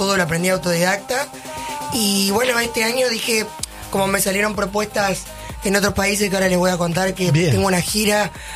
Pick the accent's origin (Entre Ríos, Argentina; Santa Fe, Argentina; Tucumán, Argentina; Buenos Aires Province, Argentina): Entre Ríos, Argentina; moved away as an adult; now in Buenos Aires, Argentina; Bueno, soy entrerriana, me vine a estudiar acá a Buenos Aires a los 18 años.